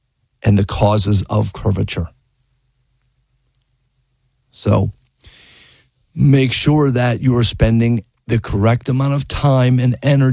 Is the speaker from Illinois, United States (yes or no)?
no; Pittsburgh, Pennsylvania, United States; I grew up in Pittsburgh in a family of six kids.